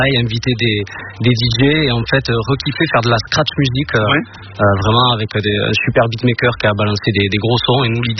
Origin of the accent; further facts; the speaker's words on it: Toulouse, Occitanie, France